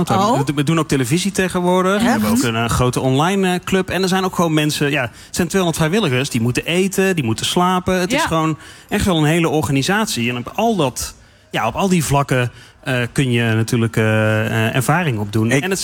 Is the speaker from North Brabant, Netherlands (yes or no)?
yes; Tilburg, North Brabant, Netherlands; accent: Brabants; Nou, ik kom uit Tilburg.